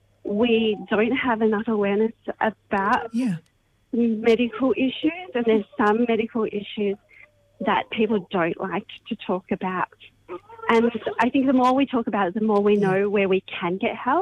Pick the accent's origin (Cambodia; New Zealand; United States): Cambodia; I come from Cambodia and we wouldn't even thank carers.